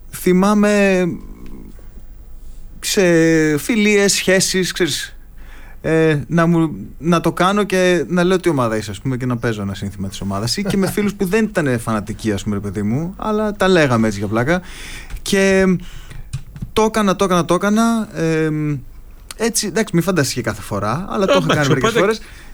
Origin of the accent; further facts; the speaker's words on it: Xanthi, Eastern Macedonia and Thrace, Greece; Και εγώ μεγαλώνοντας στην Ξάνθη